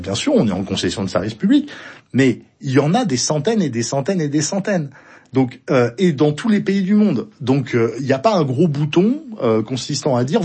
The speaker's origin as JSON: {"language": "French", "town": "Bordeaux", "region": "Nouvelle-Aquitaine", "country": "France", "said": "moi je suis bordelais"}